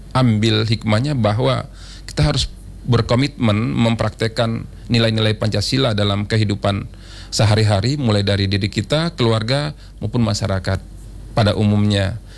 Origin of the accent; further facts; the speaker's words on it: Lampung, Indonesia; kita sebagai orang Lampung